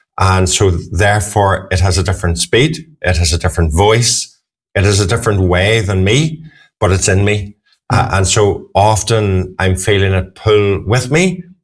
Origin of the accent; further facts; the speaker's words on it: Ireland; being Irish, large family